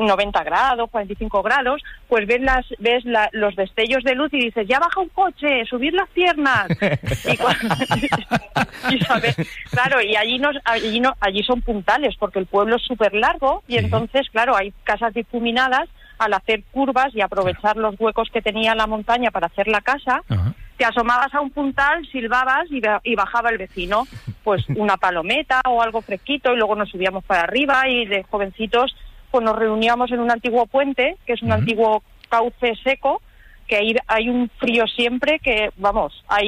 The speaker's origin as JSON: {"language": "Spanish", "region": "Castilla-La Mancha", "country": "Spain", "tie": "born or raised there", "lives_now": "Burjassot, Spain", "said": "Pero quería hablarte de mi pueblo. Claro, claro. Que es de Albacete, claro."}